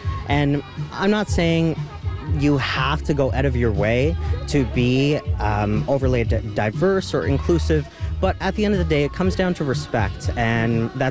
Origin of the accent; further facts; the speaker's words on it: Happy Valley-Goose Bay, Newfoundland and Labrador, Canada; I'm from Happy Valley Goose Bay, family's from Labrador